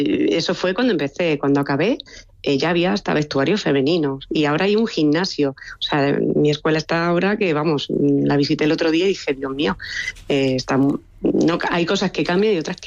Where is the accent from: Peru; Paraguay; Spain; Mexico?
Spain; Málaga, Andalusia; also born or lived in Granada / Madrid; yo soy andaluza, soy granaína, pero criada en Málaga y estudié en Madrid.